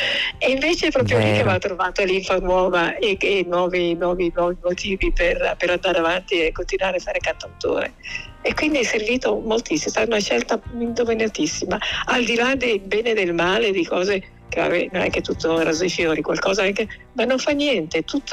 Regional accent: Lombardy, Italy; born there; moved away as an adult; also born or lived in Milan / Sardinia; sono nata fuori Milano e anch'io ho avuto quella libertà da bambina che non avrei avuto a Milano, poi i miei si sono ritrasferiti

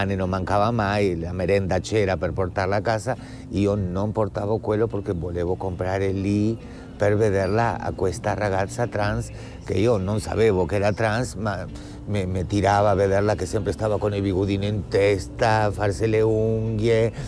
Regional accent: Uruguay; Italian is a second language; moved away; Io, bueno, vengo dell'Uruguay

